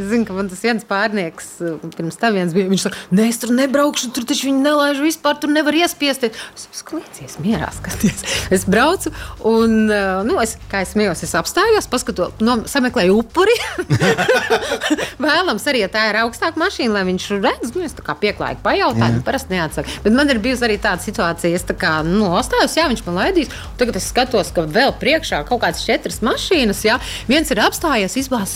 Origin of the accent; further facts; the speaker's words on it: Ventspils, Kurzeme, Latvia; Interesanti izcelsme, ja es esmu no Ventspils, no Kurzemes, tad viņš man ir no Preiļiem.